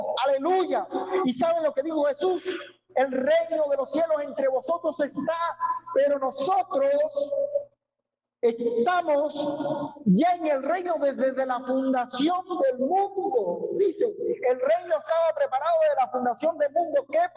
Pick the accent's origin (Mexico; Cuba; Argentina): Cuba; Uno de los problemas que nosotros pasamos como cubanos en el país